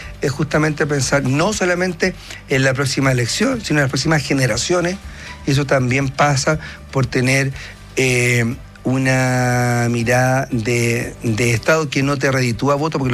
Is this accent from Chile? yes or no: yes; Punta Arenas, Magallanes and Chilean Antarctica, Chile; somos de Punta Arenas.